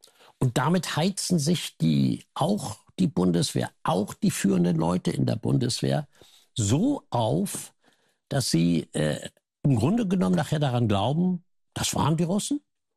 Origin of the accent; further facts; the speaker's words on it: Germany; wir wollen das als Deutsche nicht.